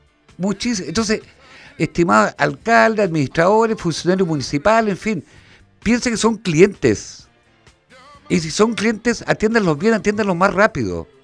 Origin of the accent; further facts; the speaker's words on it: Puerto Montt, Los Lagos, Chile; ayer yo me sentí muy orgulloso como puertomontino.